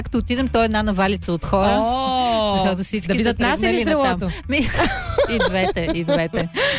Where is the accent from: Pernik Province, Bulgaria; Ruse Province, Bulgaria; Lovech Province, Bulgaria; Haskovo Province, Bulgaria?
Pernik Province, Bulgaria; Trun; born there; аз всъщност съм родена в Трън.